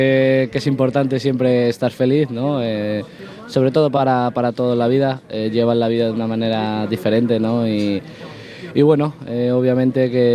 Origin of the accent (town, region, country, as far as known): Extremadura, Spain; born or raised there